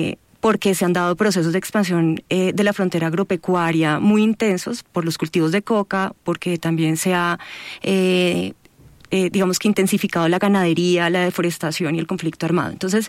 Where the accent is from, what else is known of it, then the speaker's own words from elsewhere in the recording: Leticia, Amazonas, Colombia; yo soy de Leticia, del Amazonas